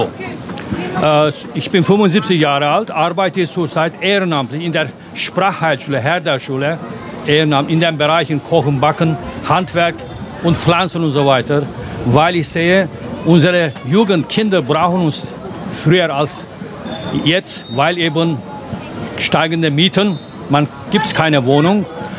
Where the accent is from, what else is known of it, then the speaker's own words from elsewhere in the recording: Turkey; German is a second language; moved away as an adult; now in Germany; ich komme aus der Türkei. Seit 55 Jahren bin ich in Deutschland. In den 70er Jahren bin ich nach Deutschland gekommen. Auch in Darmstadt an der Fachhochschule studiert, Elektrotechnik.